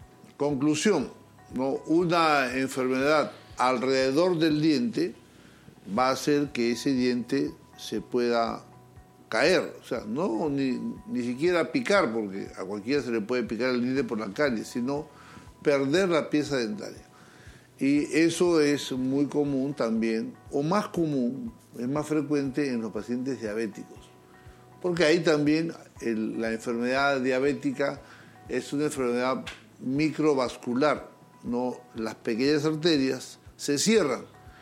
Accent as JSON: {"language": "Spanish", "country": "Peru", "said": "yo como médico peruano sé que nosotros los peruanos"}